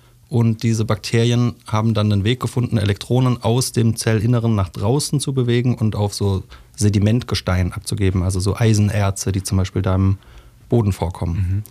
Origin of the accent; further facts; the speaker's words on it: Baden-Württemberg, Germany; ich bin in Oberschwaben aufgewachsen.